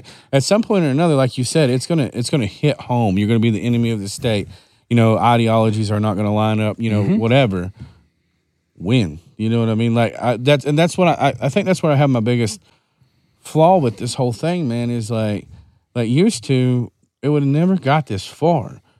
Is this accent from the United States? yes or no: yes; United States